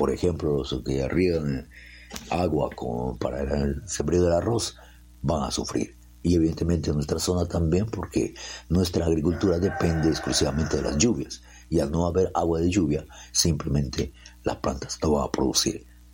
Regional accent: Peru; Si somos peruanos y amamos a nuestra patria

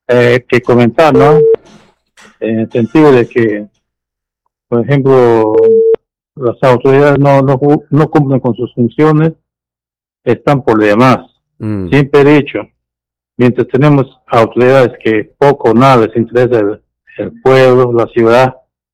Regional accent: Peru; por supuesto, todos somos peruanos, todos queremos el progreso

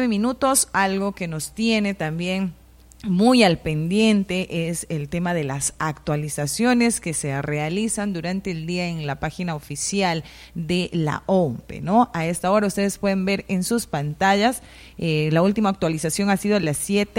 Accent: Peru; A una semana de haber asistido como peruanos, ciudadanos responsables a las urnas a votar

